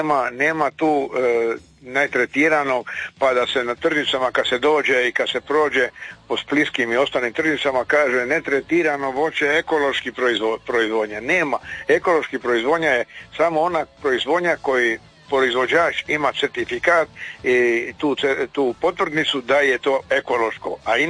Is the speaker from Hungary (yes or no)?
no; Croatia; A kod nas u Hrvatskoj to je simbolično 3-4%.